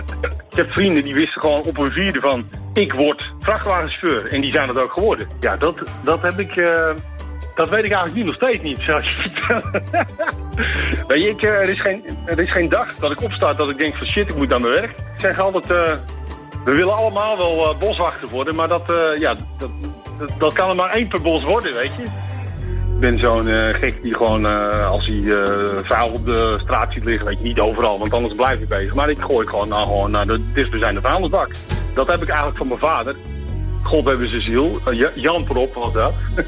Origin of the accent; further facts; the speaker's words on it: Volendam, North Holland, Netherlands; Ik ben geboren en getogen in Volendam. Ik ben net 47 jaar oud geworden. En ik woon hier heel fijn met mijn mooie, fantastische vrouw